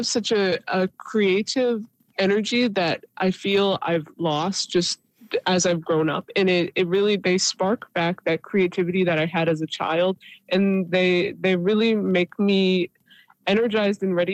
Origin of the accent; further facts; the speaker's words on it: Saint John, New Brunswick, Canada; No, I'm from St. John